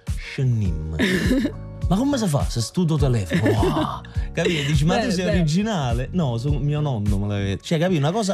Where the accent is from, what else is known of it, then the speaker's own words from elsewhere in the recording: Giugliano in Campania, Campania, Italy; Ma la mia infanzia è Giuliano in Campania.